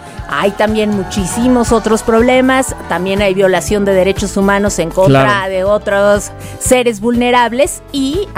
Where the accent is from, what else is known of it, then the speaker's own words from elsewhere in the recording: Mexico; es verdad que tenemos esa fuerza como mexicanos, así como cuando nos hemos unido, cuando los sismos, para brindar ayuda